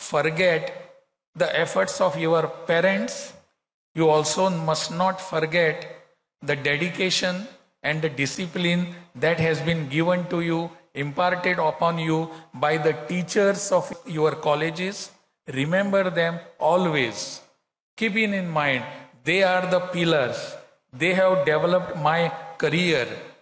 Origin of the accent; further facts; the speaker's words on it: Goa, India; Even in some places, I am coming from Goa. In Goa, we call learned persons as doctors.